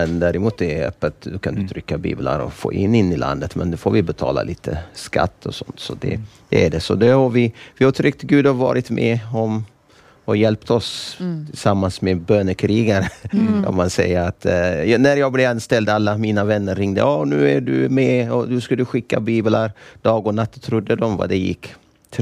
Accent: Ethiopia; Swedish is a second language; now in Sweden; jag är från Etiopien och har etiopisk bakgrund. Jag brukar kalla mig svensk pingsmissionsprodukt från Etiopien så jag är uppvuxen under kommunisttiden i Etiopien

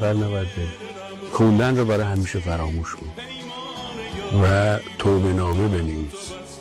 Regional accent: Iran; moved away; آرزوم اینه که یه روزی قبل که همه چی تموم بشه سن بتونم ایران برم و تو وطنم باشم.

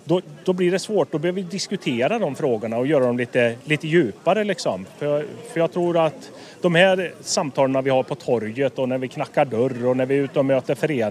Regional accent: Sweden; Jag är uppvuxen ute i Kinnarslutarp, men jag har bott i samhället.

